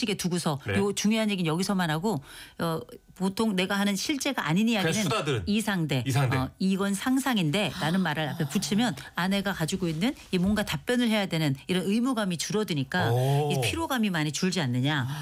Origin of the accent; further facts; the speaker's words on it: South Korea; 저는 의지의 한국인이라고 생각해요.